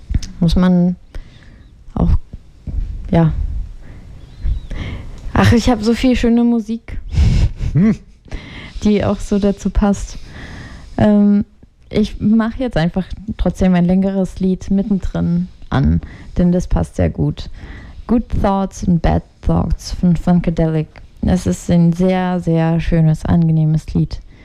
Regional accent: Chernihiv, Chernihiv Oblast, Ukraine; Also ich komme auch aus der Ukraine, ich bin aus Tschernihiw, das ist nördlich von Kiew.

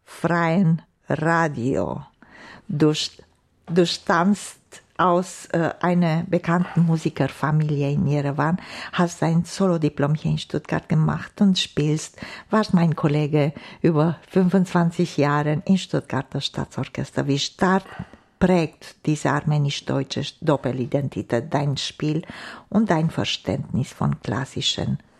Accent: Romania; weil ich kämpfe auch für die kulturelle Brücke von Deutschland zu meiner Heimat Rumänien.

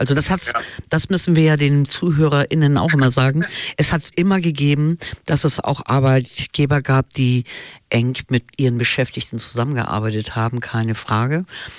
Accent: Hamburg, Germany; born there; Ich habe da natürlich jetzt hier als gebürtige Hamburgerin eine Westsozialisation.

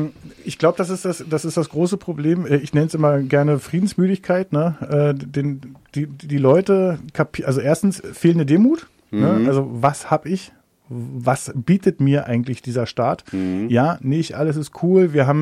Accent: Germany; born there; Also ich bin geboren in der DDR.

